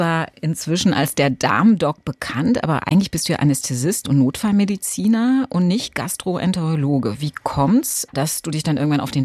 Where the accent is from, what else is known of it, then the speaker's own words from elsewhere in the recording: Bavaria, Germany; Ich bin Bayer.